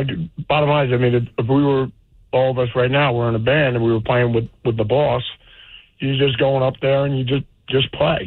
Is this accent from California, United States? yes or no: no; New Jersey, United States; growing up in Jersey